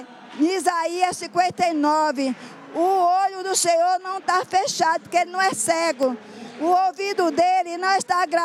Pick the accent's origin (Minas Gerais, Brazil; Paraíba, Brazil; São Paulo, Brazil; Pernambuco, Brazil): São Paulo, Brazil; also born or lived in Brasília; Eu vim de Brasília, mas eu fui criada aqui em São Paulo.